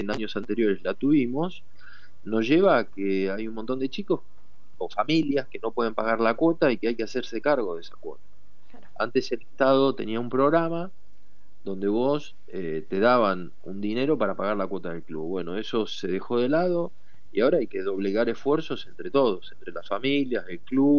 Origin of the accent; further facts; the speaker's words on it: La Plata, Buenos Aires Province, Argentina; Para mí Tolosa es donde me formé y tengo una identidad para con el club y para con la localidad.